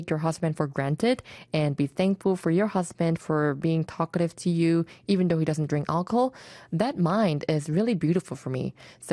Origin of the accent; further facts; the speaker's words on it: New Zealand; moved away; I grew up in a country that's filled with good nature. I grew up in New Zealand